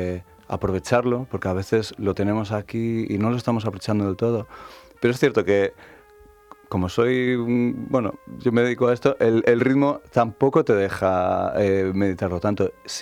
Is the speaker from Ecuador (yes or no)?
no; Galicia, Spain; moved away; Que he hecho una muga desde que salí de Galicia y que estoy viviendo aquí.